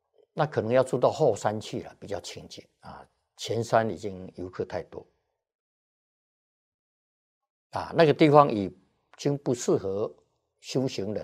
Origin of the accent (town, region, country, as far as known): China